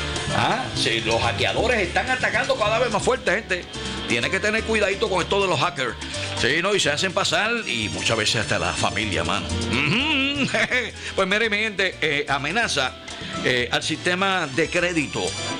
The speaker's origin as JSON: {"language": "Spanish", "town": "Sabana Grande", "country": "Puerto Rico", "tie": "born or raised there", "said": "mi gente de Sabana Grande, la gente de mi barrio Molina, que me crié allá en Molina, Molina City"}